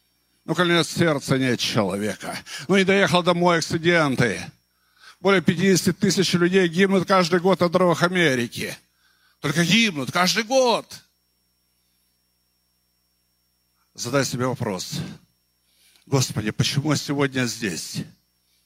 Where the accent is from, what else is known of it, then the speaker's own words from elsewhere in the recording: Anapa, Krasnodar Krai, Russia; родной город Анапа Краснодарского края, откуда я родом.